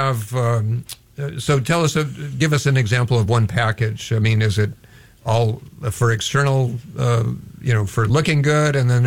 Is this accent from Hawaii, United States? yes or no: yes; Hawaii, United States; or as we, growing up in Hawaii, we just called it walking barefooted.